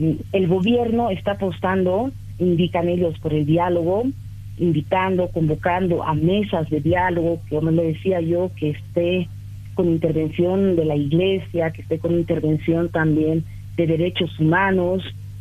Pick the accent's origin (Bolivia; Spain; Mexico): Bolivia; Yo, como boliviana